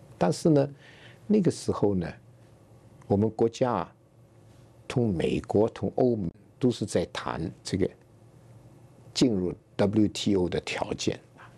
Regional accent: Hong Kong; 我们香港的

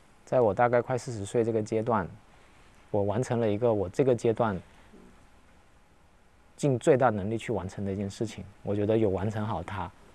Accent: Chaoshan, Guangdong, China; 我作为在这片土地长大的一个孩子

